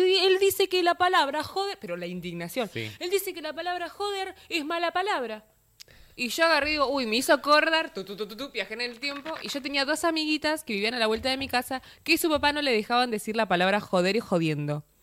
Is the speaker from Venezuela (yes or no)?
no; Argentina; Somos argentinos